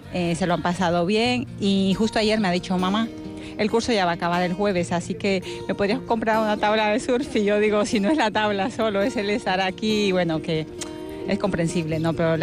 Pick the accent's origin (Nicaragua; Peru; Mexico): Nicaragua; now in San Sebastián, Spain; Yo soy de Nicaragua y tengo tres hijos.